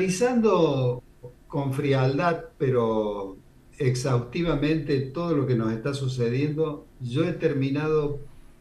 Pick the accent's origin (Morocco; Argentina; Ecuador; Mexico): Argentina; nosotros somos del interior?